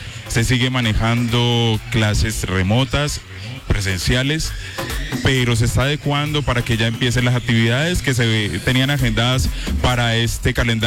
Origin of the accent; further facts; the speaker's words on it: Cali, Valle del Cauca, Colombia; como caleños y vallunos avanzar hacia adelante.